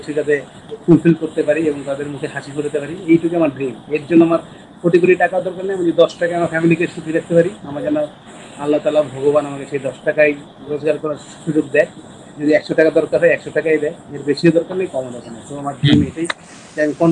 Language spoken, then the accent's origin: Bangla; Lakshmipur, Chittagong Division, Bangladesh; আমার দেশের বাড়ি হচ্ছে মানে এক কথায় বলতে গেলে নোয়াখালী, আর দুই কথায় বলতে গেলে মানে একটু এড়াই যেতে গেলে লক্ষ্মীপুর।